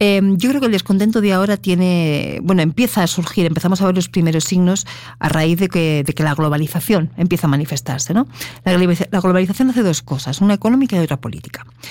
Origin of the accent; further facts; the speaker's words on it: Spain; moved away; En mi país, por ejemplo, yo vengo de España